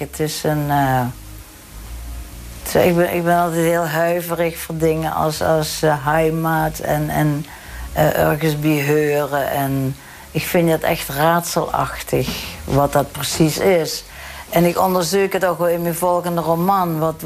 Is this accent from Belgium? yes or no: no; Limburg, Netherlands; born there; now in Amsterdam, Netherlands; Ik ben hier geboren. Het is mijn, echt mijn landje. Ik denk er ook altijd aan. Het is een landje. Ik vind het ook helemaal geen provincie. Maar goed, het is echt mijn geboortegrond en mijn geboortetaal en het land van mijn ouders